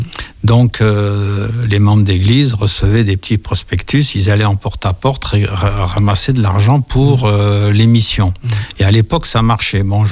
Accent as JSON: {"language": "French", "country": "Morocco", "tie": "born there", "said": "Et c'est là que je suis né au Maroc."}